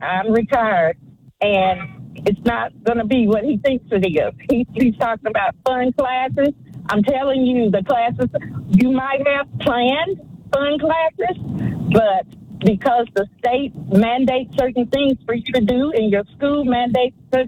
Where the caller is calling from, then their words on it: Talladega, Alabama, United States; Okay, I'm calling from Talladega, Alabama.